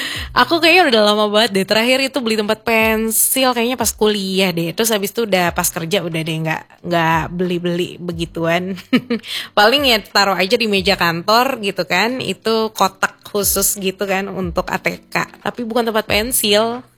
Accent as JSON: {"language": "Indonesian", "region": "Jakarta", "country": "Indonesia", "moved": "yes", "lives_now": "Manado, Indonesia", "said": "aku nih ya … karena terkenal dari Betawi gitu kan. Aku orang Jakarta yang merantau ke sini gitu kan, ke Manado, terus siaran di sini gitu"}